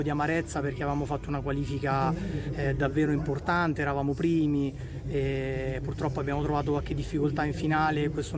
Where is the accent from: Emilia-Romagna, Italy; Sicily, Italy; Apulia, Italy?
Apulia, Italy; Taranto; sono contento da tarantino